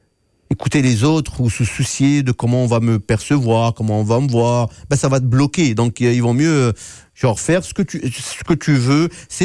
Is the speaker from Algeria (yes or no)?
yes; Algeria; now in Manitoba, Canada; moi je l'ai remarqué ici au Manitoba, par exemple, chez nous, là d'où je viens en Algérie, aux abords de la Méditerranée